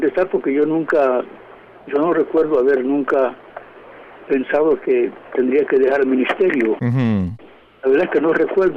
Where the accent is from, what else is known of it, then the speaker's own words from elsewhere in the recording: Puerto Rico; born there; Pero yo rechazaba al Señor porque yo nací en Puerto Rico.